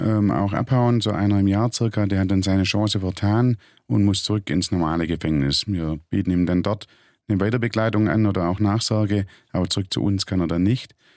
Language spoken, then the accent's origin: German; Germany; Da sind wir als Deutsche zwar Weltmeister drin